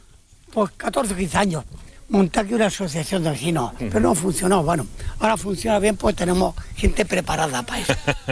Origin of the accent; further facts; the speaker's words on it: Spain; moved away; Yo creo que así aquí en el año 1942. Me crié en el Cortijo, he estado estudiando aquí el Corigo, hasta que me fui por ahí